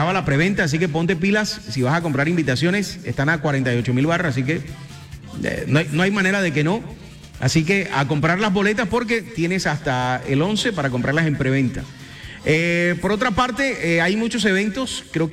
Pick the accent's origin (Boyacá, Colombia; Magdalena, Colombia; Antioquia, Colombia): Magdalena, Colombia; Santa Marta; 501 años de mi tierra Santa Marta.